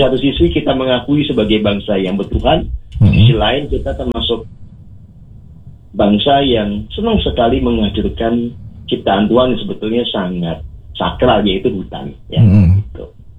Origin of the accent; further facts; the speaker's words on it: Magelang, Central Java, Indonesia; also born or lived in Cirebon / Bali; Jadi kan saya ini masa kecil itu dulu pernah di Kota Magelang, Bung Sapir. Kemudian juga pernah di Cirebon, pernah di Bali ya.